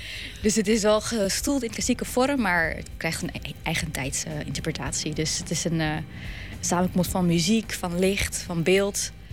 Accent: The Hague, South Holland, Netherlands; Ik kom uit Den Haag natuurlijk, ik ben hier geboren en getogen.

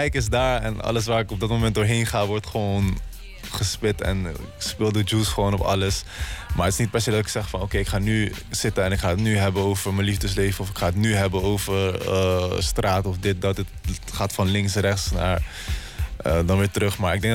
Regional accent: The Hague, South Holland, Netherlands; Ik kom zelf uit Laak.

